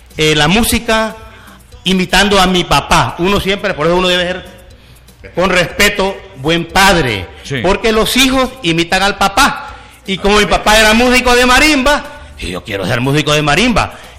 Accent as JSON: {"language": "Spanish", "town": "Sulaco", "region": "Yoro", "country": "Honduras", "tie": "born or raised there", "said": "Yo soy oriundo de Sulaco, de San Antonio, Sulaco"}